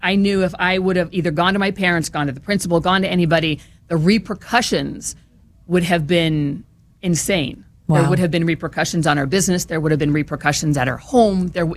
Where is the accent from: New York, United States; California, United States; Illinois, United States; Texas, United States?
Illinois, United States; Hoopeston; also born or lived in Peoria, Illinois; So I grew up in Hoopston, Illinois, in Santhe's Parish. And since that is in the Peoria Diocese still